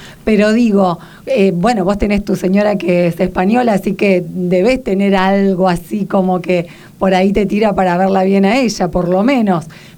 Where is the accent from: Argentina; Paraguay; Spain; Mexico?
Argentina; nosotros como argentinos